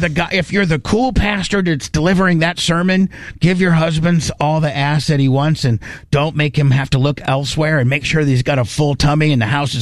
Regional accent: Warsaw, United States; when we were growing up in Warsaw High

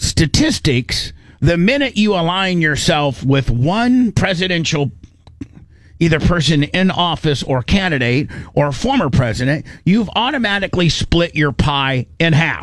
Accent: Tennessee, United States; I'm a country guy. I'm from Tennessee.

